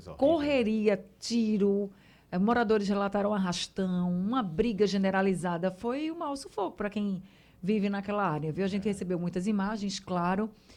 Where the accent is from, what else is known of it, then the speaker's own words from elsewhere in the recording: Recife, Pernambuco, Brazil; porque eu também, né, sou do Ibura, fui criada, nascida e criada lá.